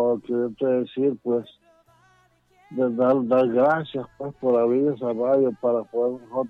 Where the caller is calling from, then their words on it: Comayagua, Honduras; Llamamos de aquí, de Rosario Comayaguas.